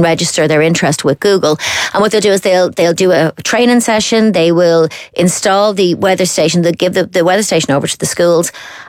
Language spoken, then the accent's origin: English; Ireland; we like to talk about the weather as Irish people, we do.